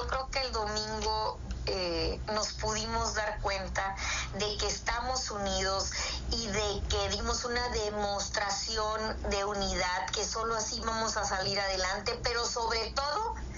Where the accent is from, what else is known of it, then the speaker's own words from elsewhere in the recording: Mexico; nuestra dignidad como mexicanas y mexicanos